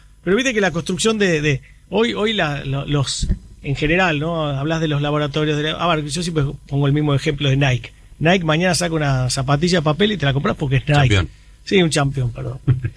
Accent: Argentina; moved away as an adult; now in Uruguay; pero estoy viviendo hace 10 años y ya soy rioplatense.

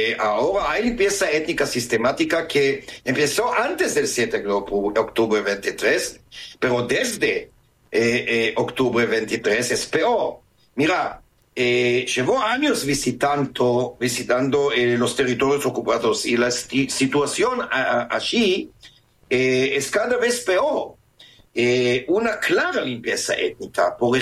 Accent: Israel; Spanish is a second language; Yo soy el único israelí que podía entrar

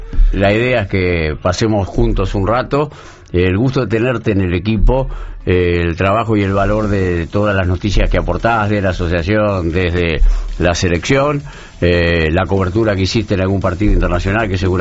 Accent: Uruguay; nosotros somos República Oriental del Uruguay.

